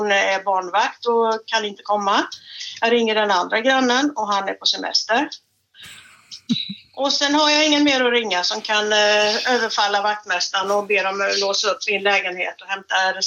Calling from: Jönköping County, Sweden; Jag är inte riktigt i Jönköping. Jag kom ifrån Ulricehamn och jag är bottnare nu. Så vi är i Småland i alla fall.

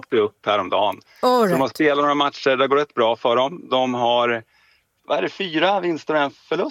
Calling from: Tyresö, Stockholm County, Sweden; Vi hör ju hemma i Tyresö, Stockholm.

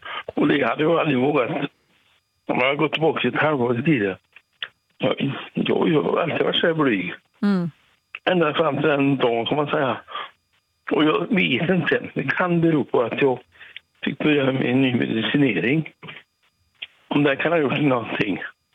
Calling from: Brösta, Västra Götaland County, Sweden

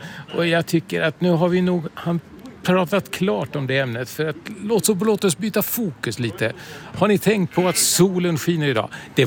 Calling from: Sweden

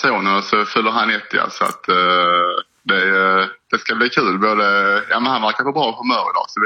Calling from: Gislöv, Skåne, Sweden; Jag ringer när jag är från Gislöv utanför Trelleborg i Skåne.

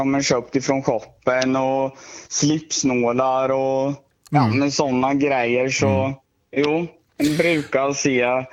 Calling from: Östergötland, Sweden; Nej, jag är östgöte.

